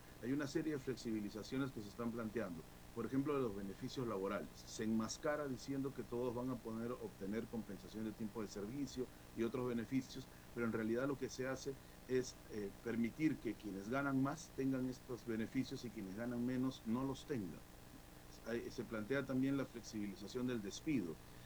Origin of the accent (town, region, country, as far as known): Peru